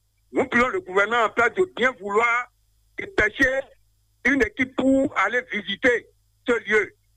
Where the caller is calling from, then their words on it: Porto-Novo, Ouémé, Benin; je vous appelle depuis Gassin, devant 3e arrondissement de Porto-Nouveau.